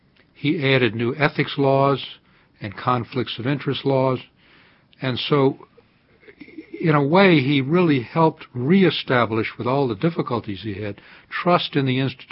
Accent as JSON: {"language": "English", "town": "Atlanta", "region": "Georgia", "country": "United States", "tie": "born or raised there", "moved": "as an adult", "said": "I grew up in Atlanta"}